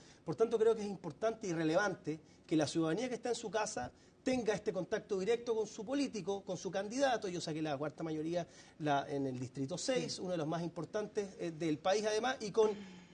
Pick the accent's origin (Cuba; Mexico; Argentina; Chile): Chile; como chileno creo que los aranceles nos perjudican a nosotros